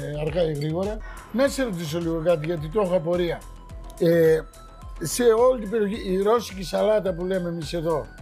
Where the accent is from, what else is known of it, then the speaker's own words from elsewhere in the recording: Thessaloniki, Central Macedonia, Greece; Εγώ είμαι από τη Θεσσαλονίκη, αδελφέ. Με καυτερά μεγάλωσα.